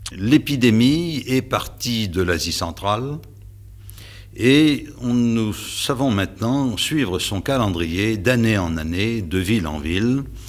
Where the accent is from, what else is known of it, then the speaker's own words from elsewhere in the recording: France; Puisque les hommes ont chez nous en France une espérance de vie de 70 ans et les femmes de 76 ou 78